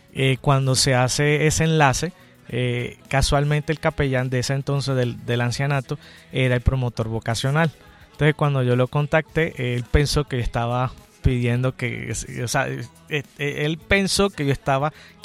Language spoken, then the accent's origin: Spanish; Barranquilla, Atlántico, Colombia; moved away as an adult; now in Bogotá, Colombia; yo era profesor en ese tiempo de un colegio en Barranquilla, sí. Pues soy de Barranquilla, por allá